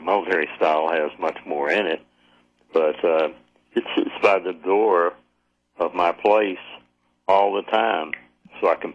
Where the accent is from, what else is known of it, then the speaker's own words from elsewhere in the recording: Jacksonville, Florida, United States; moved away; return to my hometown of Jacksonville, Florida, and live on the St. John's River.